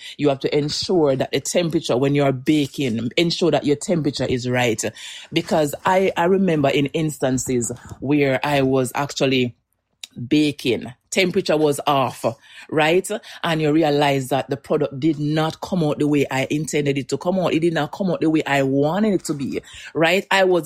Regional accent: Jamaica; now in Newfoundland and Labrador, Canada; I am from Jamaica for sure, but I live in Newfoundland and Labrador, Canada.

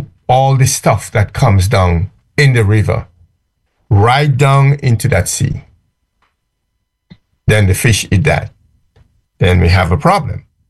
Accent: Saint Patrick, Grenada; moved away; I'm from St. Patrick

